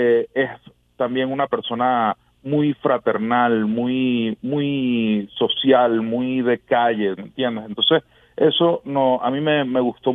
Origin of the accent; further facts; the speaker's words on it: Venezuela; somos una delegación venezolana de 15 personas